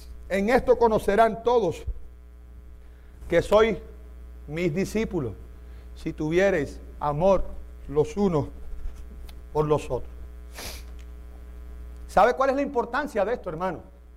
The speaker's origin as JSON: {"language": "Spanish", "country": "Cuba", "moved": "yes", "said": "nosotros decimos, en Cuba le decimos a veces la guataca también"}